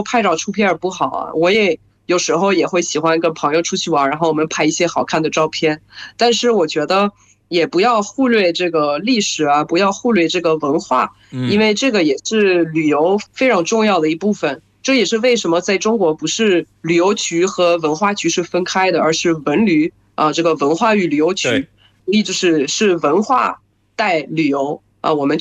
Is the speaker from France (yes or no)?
yes; France